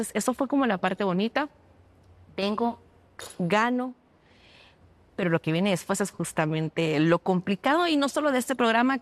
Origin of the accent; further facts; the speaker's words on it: Guatemala; moved away; also born or lived in Argentina; Y bueno, me regreso a Guatemala.